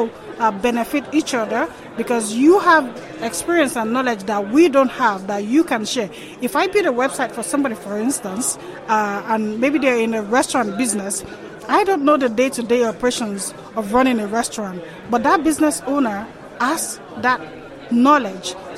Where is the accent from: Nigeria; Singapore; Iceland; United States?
Nigeria; now in Albania; I'm from Nigeria, but I live in Albania, and I'm here in Austria for this WordCamp for the first time.